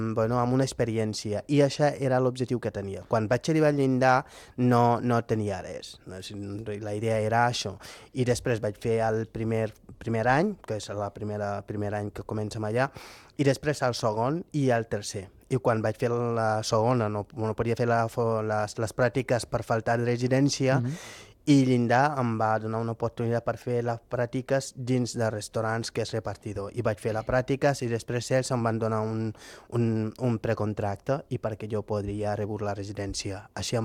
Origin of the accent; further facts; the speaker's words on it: Senegal; now in Spain; quan jo sóc de Senegal, no? Vaig arribar aquí fins a aquí, bueno, sense residència, sense res.